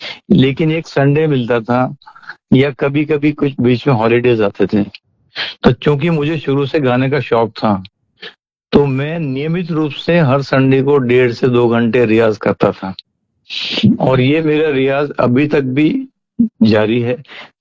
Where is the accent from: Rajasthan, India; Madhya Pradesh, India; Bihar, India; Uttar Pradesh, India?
Rajasthan, India; Bundi; जी, मेरा बचपन बूंदी में शुरुआत में बीता। बचपन साधारण था, संस्कारों से भरा हुआ था।